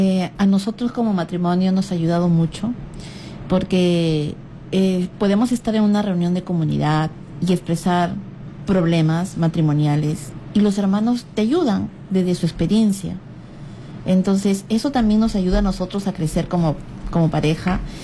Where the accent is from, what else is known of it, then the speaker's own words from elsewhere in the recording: Chiclayo, Lambayeque, Peru; also born or lived in Trujillo, Peru; yo nací en Trujillo y me crié en Chiclayo